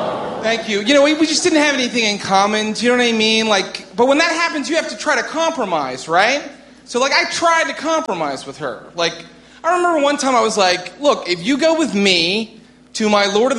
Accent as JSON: {"language": "English", "town": "Morgantown", "region": "West Virginia", "country": "United States", "tie": "born or raised there", "said": "We were in my hometown. I'm from Morgantown, West Virginia."}